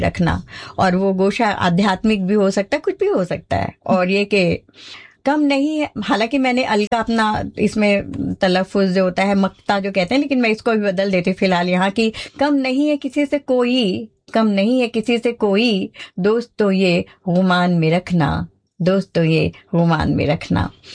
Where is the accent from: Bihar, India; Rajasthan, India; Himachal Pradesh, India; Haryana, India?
Rajasthan, India; पहले मैं मारवाड़ी हूँ, हमारे दादाजी नगर सेठ हुआ करते थे